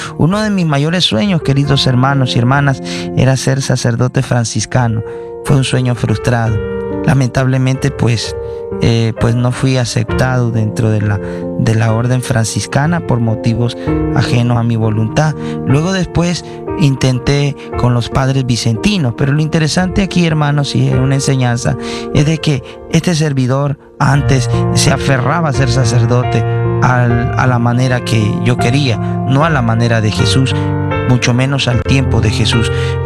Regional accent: Nagarote, León, Nicaragua; Allá en Nicaragua nosotros vivimos en un pueblo llamado Nagarote, y ahí comenzó mi vocación a temprana edad.

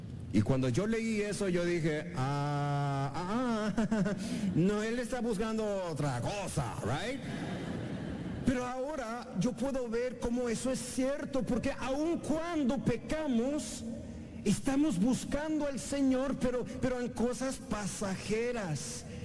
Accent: Mexico; moved away as an adult; also born or lived in New York; Porque nosotros somos mexicanos y así somos, ¿verdad?

